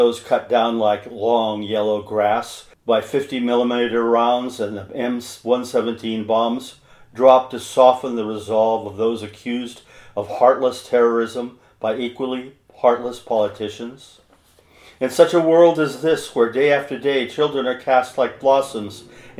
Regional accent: Cottage Grove, Oregon, United States; I am a writer from Cottage Grove, Oregon.

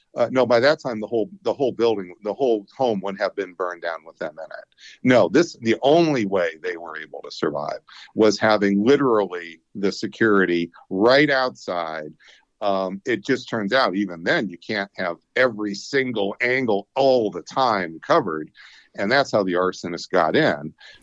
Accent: Erie, Pennsylvania, United States; So I'm from Western PA. I'm from Erie, Pennsylvania. I went to the University of Pittsburgh as an undergrad. So I'm pretty familiar with Pennsylvania.

